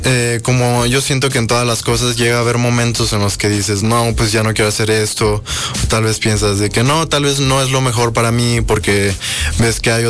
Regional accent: León, Guanajuato, Mexico; Soy de aquí, de León, Guanajuato.

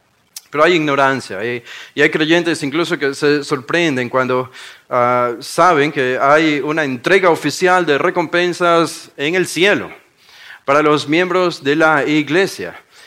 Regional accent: Guayaquil, Guayas, Ecuador; Los que somos de Guayaquil entendemos eso allá en Ecuador porque hablamos rápido

